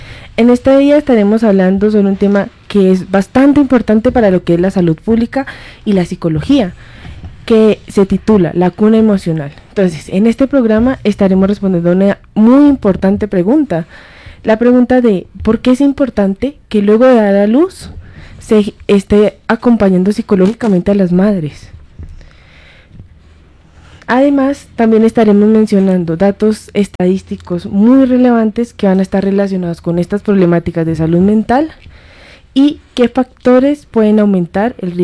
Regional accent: Colombia; nuestro propio país Colombia

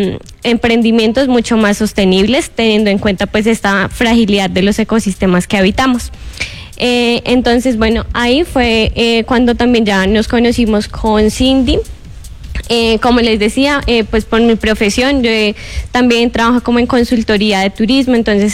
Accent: Úmbita, Boyacá, Colombia; Yo pues soy del municipio de Umbita, Boyacá. Hay algo muy particular, y es que yo habito en un área de páramo, ¿sí?

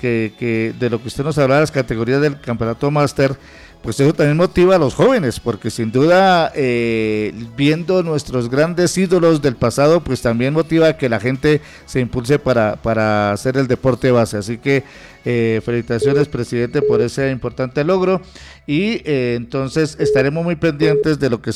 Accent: Boyacá, Colombia; Somos boyacenses y nos debemos sentir orgullosos de ser boyacenses

